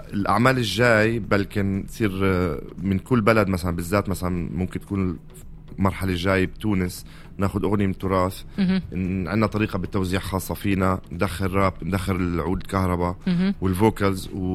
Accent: Palestine; كفلسطيني حتى في تونس بنحس حالنا عن جد في بلدنا

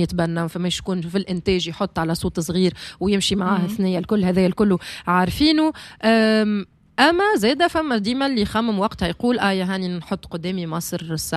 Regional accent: Tunisia; عندنا في تونس

